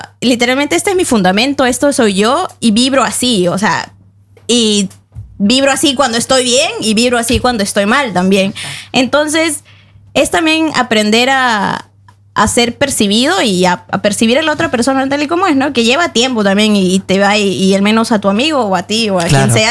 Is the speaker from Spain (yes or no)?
no; Peru; now in Norway; yo también me abrumo como peruana